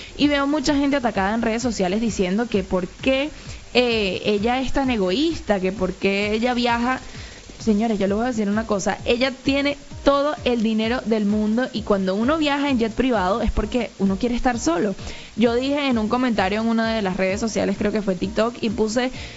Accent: Portugal; yo soy portuguesa también

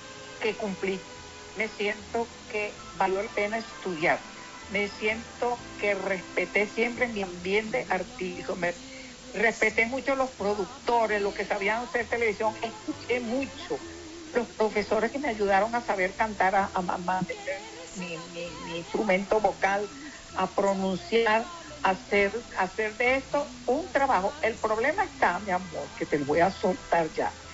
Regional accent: Venezuela; now in Madrid, Spain; yo sé que los venezolanos somos venezolanos a uno, mi amor. Yo creo en mi país con o sin razón, yo creo en mi país.

